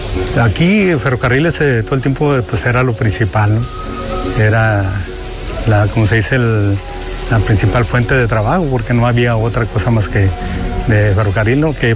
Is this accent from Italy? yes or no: no; Trincheras, Sonora, Mexico; now in Benjamín Hill, Mexico; yo nací allá en Trincheras.